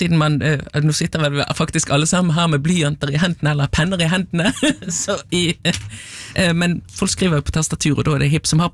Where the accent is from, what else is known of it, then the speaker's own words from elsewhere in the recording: Bergen, Vestland, Norway; nå skal jeg som bergenser arbeide litt med å si, kjeiva.